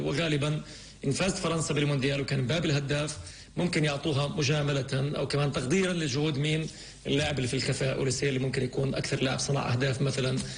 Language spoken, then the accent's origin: Arabic; Palestine; خاصة أنه أنا فلسطيني